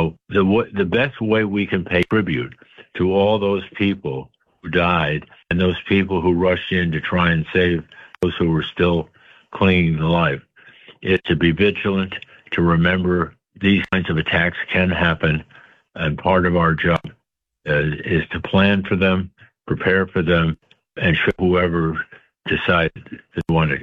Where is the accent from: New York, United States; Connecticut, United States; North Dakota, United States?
New York, United States; I can't say enough to the police and the firefighters in New York City. I am from New York.